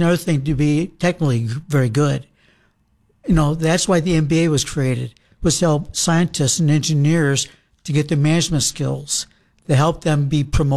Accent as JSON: {"language": "English", "region": "Michigan", "country": "United States", "tie": "born or raised there", "said": "My wife grew up in Minnesota, and I grew up in Michigan."}